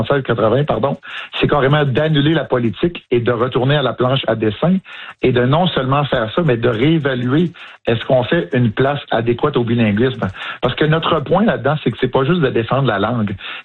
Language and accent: French; Quebec, Canada; je viens de la Côte-Nord, où la majorité des gens à l'époque, ils disaient « yes, no, toaster » en anglais. Fait que quand je suis rentré dans les forces, j'étais pas bilingue, je suis devenu bilingue